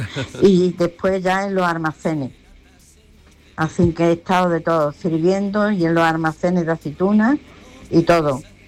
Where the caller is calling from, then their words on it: Alcalá de Guadaíra, Andalusia, Spain; ya voy por 62 años, soy … de Alcalá, de Guadaira